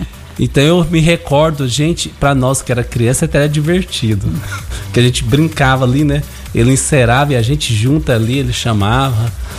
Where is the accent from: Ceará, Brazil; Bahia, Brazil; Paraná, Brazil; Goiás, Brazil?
Goiás, Brazil; Goiânia; moved away; Eu sou de Goiânia, natural de Goiânia, né?